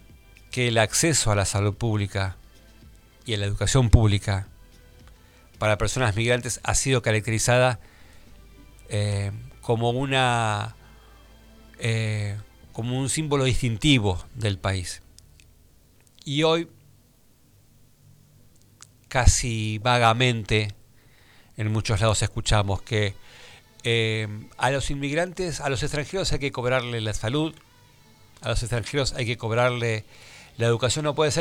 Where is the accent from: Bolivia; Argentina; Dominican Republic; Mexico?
Argentina